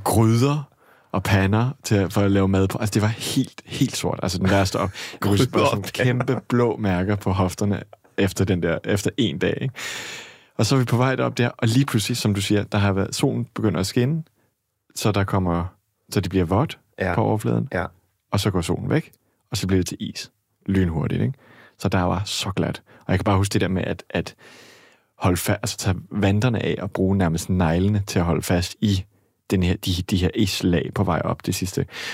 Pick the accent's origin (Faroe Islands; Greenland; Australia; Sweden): Australia; now in Denmark; Og det første, jeg gjorde, da jeg var kommet fra Australien til Danmark, det var at tænke, der er simpelthen ikke nok bjerg og klipper og hav og bølger og sådan noget.